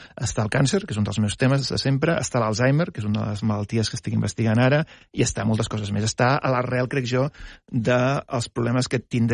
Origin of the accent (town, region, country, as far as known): Catalonia, Spain